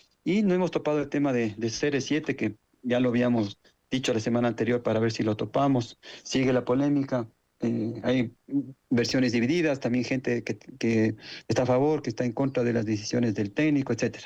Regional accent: Quito, Pichincha, Ecuador; Hay que hablar de Quito, nuestra hermosa ciudad.

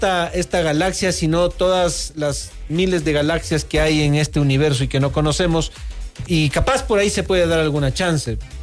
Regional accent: Ecuador

